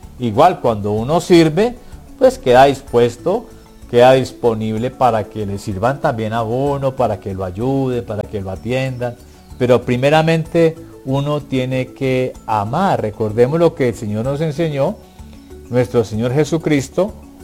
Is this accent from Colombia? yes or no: yes; Colombia; Bueno, en mi tierra, en Colombia, hay habitantes de calle.